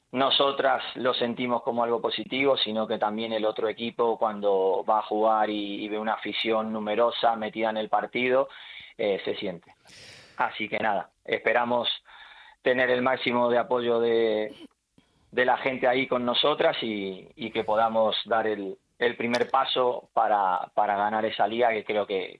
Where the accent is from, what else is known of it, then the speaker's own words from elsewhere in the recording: Argentina; now in Melilla, Spain; yo como argentino, evidentemente Messi para mí está a otro nivel del resto.